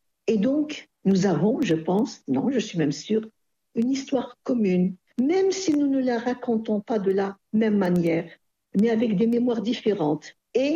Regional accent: Algeria; en tant qu'Algérienne, parce que c'est important, je suis algérienne

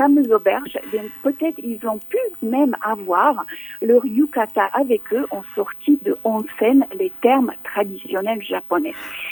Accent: Toulouse, Occitanie, France; chez nous à Toulouse, dans le sud de la France

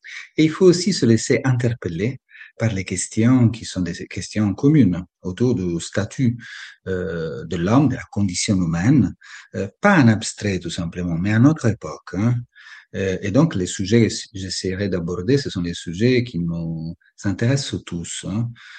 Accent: Italy; now in Toulouse, France; je suis italien

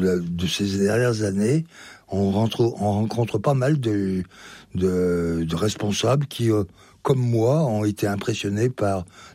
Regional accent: Belley, Auvergne-Rhône-Alpes, France; born or raised there

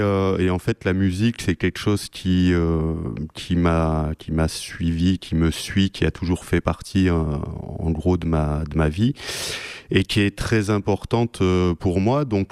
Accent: Occitanie, France; mon pays natal, on va dire. J'ai grandi dans le Lot

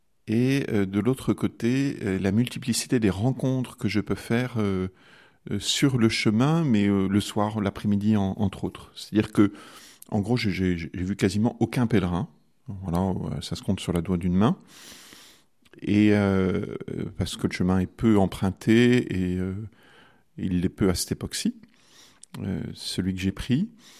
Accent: Montferrier-sur-Lez, Occitanie, France; born there; now in Orne, France; Je suis passé à Montferrier, un village où j'ai vécu quand j'étais enfant.

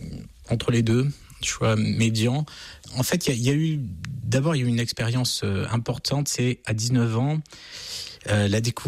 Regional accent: France; Je suis français, je vis en France.

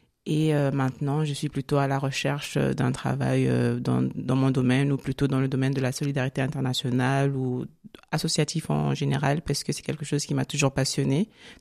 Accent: Gabon; also born or lived in Kinshasa, DR Congo / Kenya; now in France; alors moi je suis originaire du Congo, Kinshasa, RDC. Donc même si je n'ai pas grandi là-bas, j'ai plutôt grandi au Gabon. Et ensuite, après, j'ai continué mes études au Kenya.

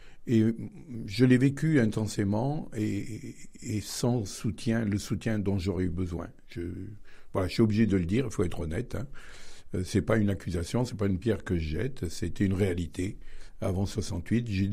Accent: Bathernay, Auvergne-Rhône-Alpes, France; born there; Alors, je suis né à Batternay, je suis un petit village du nord de Rome.

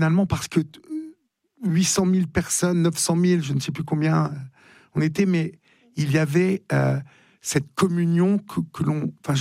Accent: Paris, Île-de-France, France

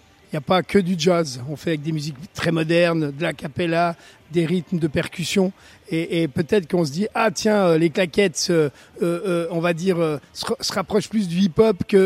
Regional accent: Switzerland; je suis suisse

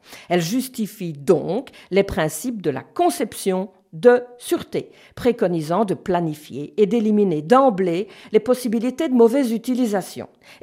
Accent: Belgium; Chez nous

